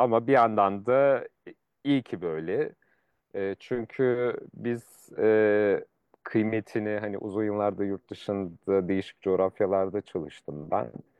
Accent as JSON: {"language": "Turkish", "town": "Fatsa", "region": "Ordu", "country": "Turkey", "tie": "born there", "moved": "yes", "said": "ben orada doğdum. Altın madenine çok yakın bir köyde dede toprakları olan, işte babası ben çalışırken o köyde emekli olduktan sonra muhtarlık yapan o köyün çok yakın, altın madenine çok yakın bir köyün muhtarının oğluyum ben."}